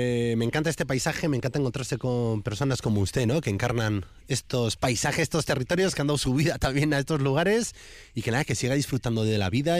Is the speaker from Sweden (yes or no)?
no; Vitoria-Gasteiz, Basque Country, Spain; born there; yo ya nací en Gasteiz